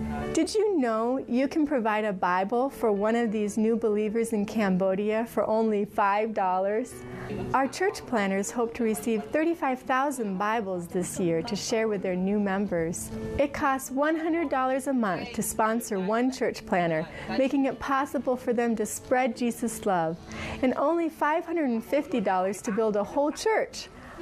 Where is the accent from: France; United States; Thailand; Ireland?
Thailand; I grew up in Thailand, helping in the refugee camps right alongside my parents.